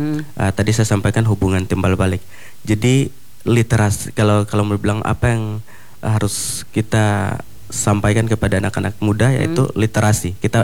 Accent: Biak, Papua, Indonesia; Karena seperti saya dulu masih kecil, kalau karena saya dari Biak yang terdampak api kemarin juga.

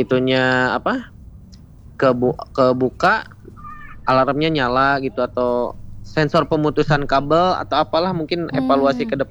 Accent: Bandung, West Java, Indonesia; Saya Ujung Berung teh, asli

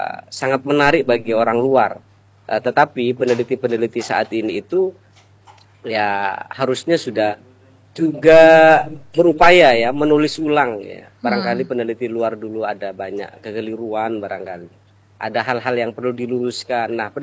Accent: Sumenep, East Java, Indonesia; born there; Karena saya orang Sumenep

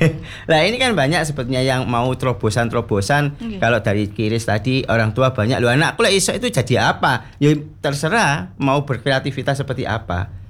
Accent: Java, Indonesia; Kita ini orang Jawa. Itu yang harus jadi dalam moral kita. Kita ini orang Jawa.

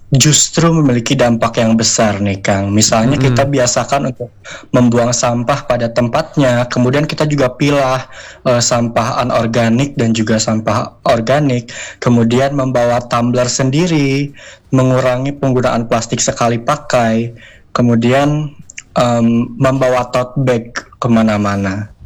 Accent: Garut, West Java, Indonesia; moved away as an adult; now in Bandung, Indonesia; Saya asli dari Garut.

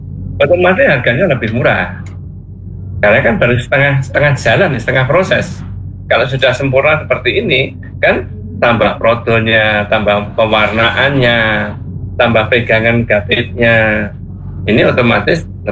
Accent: Central Java, Indonesia; now in Karanganyar, Indonesia; yang di Manyaran, desa Keposari itu, desa kami

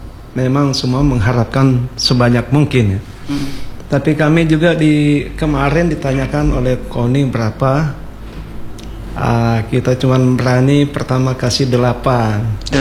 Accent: Manado, North Sulawesi, Indonesia; also born or lived in Jakarta / Bali; now in Riau Islands, Indonesia; Saya asli Manado, 30 tahun Jakarta. Baru pulang ke Manado 14 tahun. Baru ke Bali hampir 2 tahun baru ke sini.

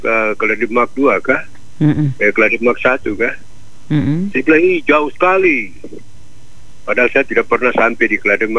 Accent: Jayapura, Papua, Indonesia; saya dari Jayapura.

